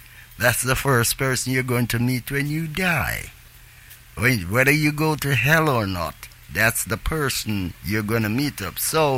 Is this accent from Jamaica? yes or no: yes; Jamaica; when I was a small child growing up in Jamaica